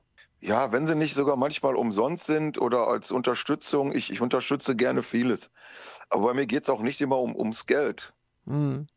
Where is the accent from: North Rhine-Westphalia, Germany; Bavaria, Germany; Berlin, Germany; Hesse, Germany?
North Rhine-Westphalia, Germany; ich bin Ruhrpott-Affe, ne? Wir kommen aus dem Ruhrpott, wir sind halt so, wie wir sind.